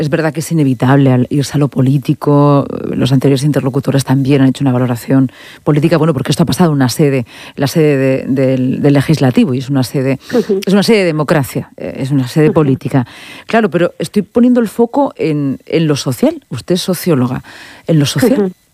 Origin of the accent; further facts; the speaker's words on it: Region of Murcia, Spain; Como vecina de la región de Murcia y como española.